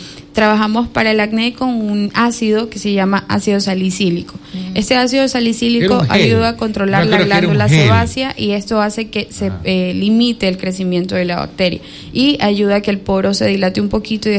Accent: Manabí, Ecuador; mi mamá es del campo, yo soy de Manabí

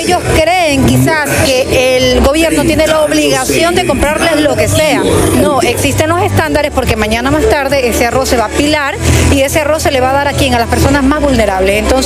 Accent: Mocache, Los Ríos, Ecuador; born there; orgullosa de pertenecer a esta tierra Montú

